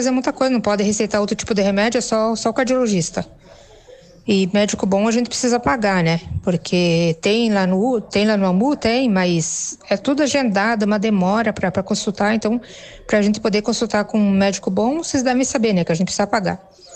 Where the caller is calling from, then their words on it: Joaçaba, Santa Catarina, Brazil; falo aqui de Joaçaba, do Jardim Alvorada.